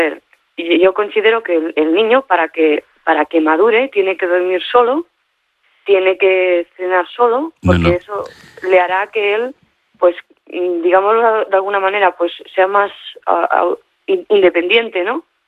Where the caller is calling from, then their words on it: Barcelona, Catalonia, Spain; yo soy de Barcelona, ¿me entiendes? Y también he ido a colegios de pago